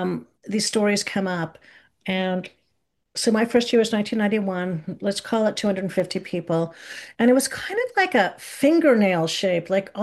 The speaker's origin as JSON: {"language": "English", "region": "East Coast", "country": "United States", "tie": "born or raised there", "moved": "yes", "said": "I grew up in the East Coast with lush greenery, so this is a very foreign environment for me."}